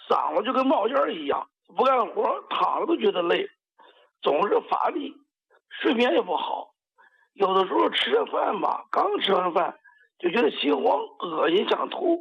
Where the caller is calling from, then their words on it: Shijiazhuang, Hebei, China; 我是河北石家庄的。